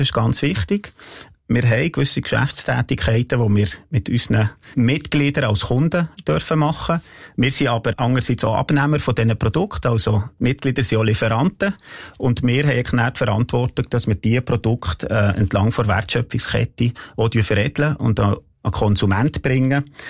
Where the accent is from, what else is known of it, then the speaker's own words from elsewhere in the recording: Ticino, Switzerland; Ich bin im Tessin auf einem Landwirtschaftsbetrieb aufgewachsen.